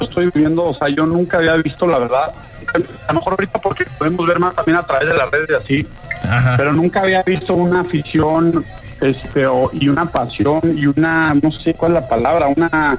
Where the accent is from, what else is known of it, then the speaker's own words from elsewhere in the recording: Mexico; ya sabes, como somos los mexicanos, como bien lo dijiste